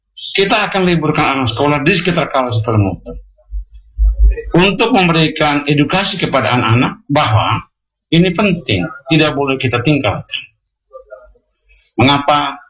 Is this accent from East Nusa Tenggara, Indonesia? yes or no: yes; East Nusa Tenggara, Indonesia; kebiasaan ini kita orang Endelio pada khususnya, bahwa ritual itu merupakan acara yang sangat sangat sakral